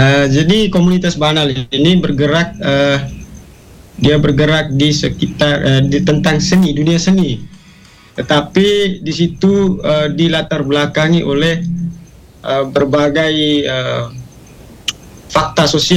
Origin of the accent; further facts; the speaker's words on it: Lembata, East Nusa Tenggara, Indonesia; now in Maumere, Indonesia; Saya asli Lembata.